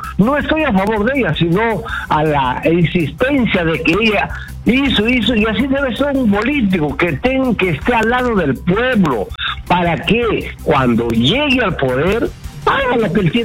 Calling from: Moyobamba, San Martín, Peru; yo soy de Moyobamba

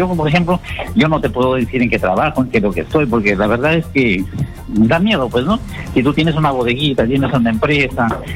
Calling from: Chiclayo, Lambayeque, Peru; Yo soy de Chiclayo

